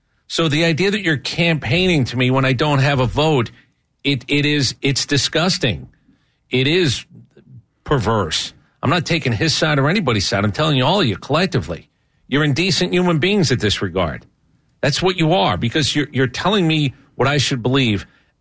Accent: United States; As an American, it's my right to say this

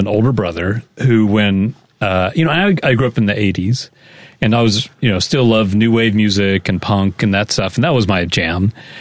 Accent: Austin, Texas, United States; I'm from Austin, and he did a small-ish show, like a couple hundred people.

